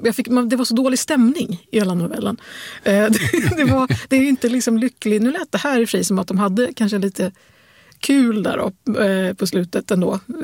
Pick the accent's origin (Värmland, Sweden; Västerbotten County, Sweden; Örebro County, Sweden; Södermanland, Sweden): Örebro County, Sweden; Örebro; jag växte upp i Örebro, så att det var ju liksom 20 mil till Stockholm